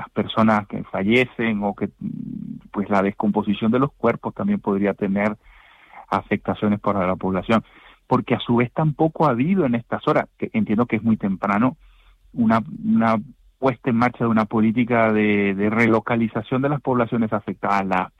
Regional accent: Venezuela; A veces, como venezolano, me pregunto qué habremos hecho mal nosotros, qué estamos pagando.

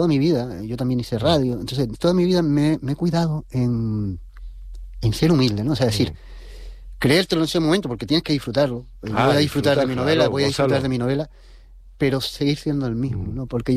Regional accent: La Orotava, Canary Islands, Spain; born or raised there

